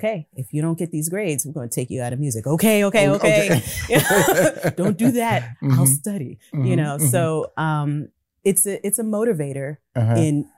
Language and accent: English; Mount Vernon, New York, United States; I grew up in Mount Vernon, New York.